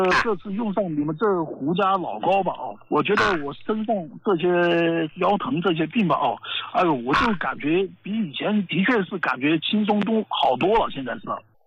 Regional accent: Mianyang, Sichuan, China; 因为我是四川绵阳这边的朋友，在我们绵阳这边中

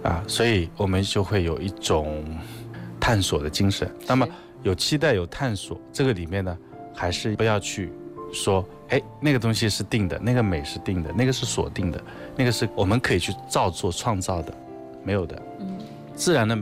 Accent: China

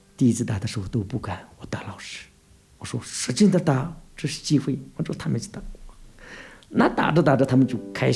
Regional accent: Shigatse, Tibet, China; 我是来自热格泽的

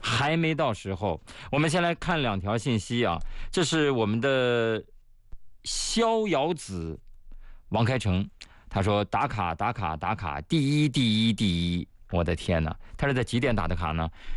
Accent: Shanxi, China; moved away; 就是我老家的山西老陈醋

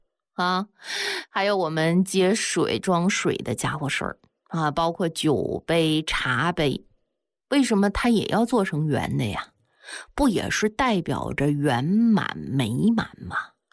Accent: China; 我们中国人老祖宗

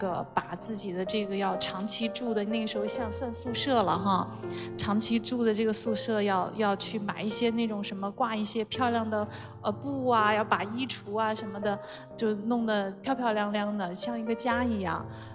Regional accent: Shandong, China; moved away as an adult; 其实从小因为我在山东长大嘛，在北方，而且因为我也是属于这个父母都是非常普通的工人

